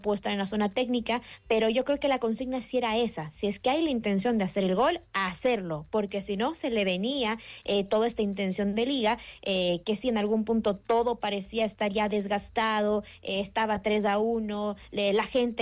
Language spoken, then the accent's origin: Spanish; Ecuador